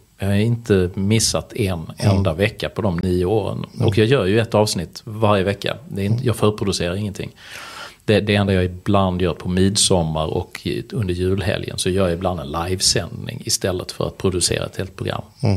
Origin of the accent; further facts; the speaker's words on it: Malmö, Skåne, Sweden; born there; Född i Malmö 1975.